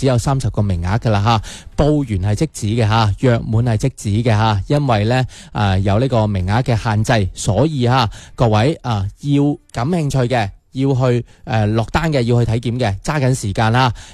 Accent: Guangdong, China; 幽门螺杆菌啊，我哋广东人聚餐多，食宵夜食得多，这个感染率真系唔低嘅

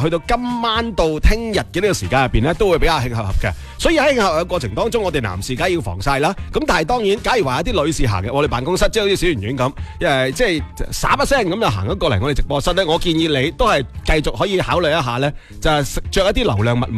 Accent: Guangdong, China; 就已经算系我哋广东人系接近难受嗰个极限噶啦噃。

